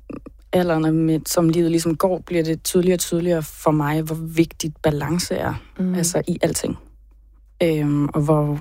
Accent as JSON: {"language": "Danish", "region": "Jutland", "country": "Denmark", "said": "hvor jeg flyttede til København. Jeg er fra Jylland."}